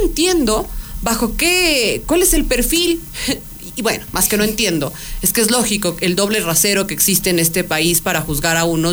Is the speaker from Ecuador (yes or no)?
yes; Quito, Pichincha, Ecuador; somos nosotros los quiteños.